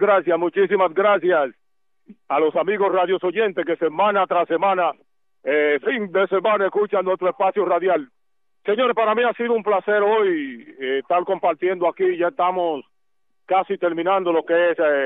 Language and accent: Spanish; Dominican Republic; now in Boston, United States; nos sigan abriendo puertas como dominicanos